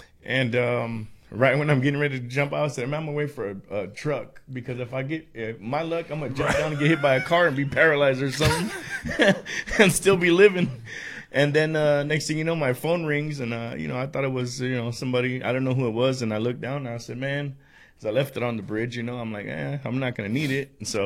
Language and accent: English; Los Angeles, California, United States; now in Bakersfield, United States; I grew up in Los Angeles.